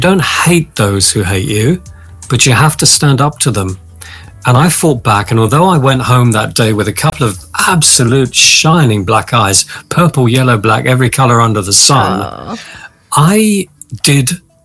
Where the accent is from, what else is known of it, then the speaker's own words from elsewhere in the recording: Emsworth, South East England, United Kingdom; So I was brought up in Emsworth in Hampshire, right on the coast.